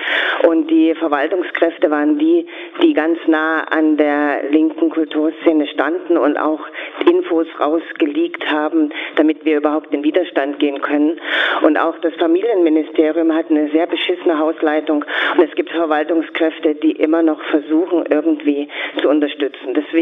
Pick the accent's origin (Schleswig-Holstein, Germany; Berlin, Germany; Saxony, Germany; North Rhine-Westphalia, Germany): Saxony, Germany; weil ich bin hierher gezogen, weil es hier eben noch gemütlicher ist als in dem Dorf in Sachsen, wo ich herkomme.